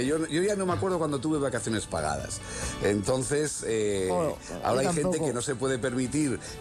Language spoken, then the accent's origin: Spanish; Huesca, Aragon, Spain; en mi tierra, en Huesca